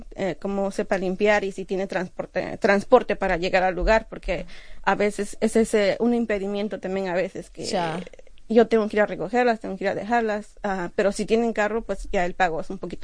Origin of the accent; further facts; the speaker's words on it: Mexico; moved away; Pues soy mexicana